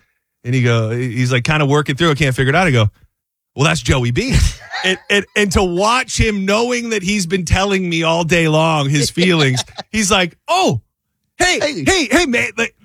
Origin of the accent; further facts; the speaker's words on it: Connecticut, United States; I'm from Connecticut.